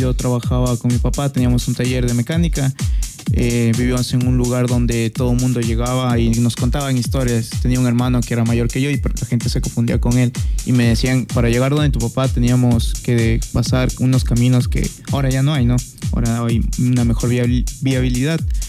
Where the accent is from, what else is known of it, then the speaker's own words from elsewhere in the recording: Pedro Vicente Maldonado, Pichincha, Ecuador; moved away as an adult; now in Santo Domingo, Ecuador; cuando soy de Pedro Vicente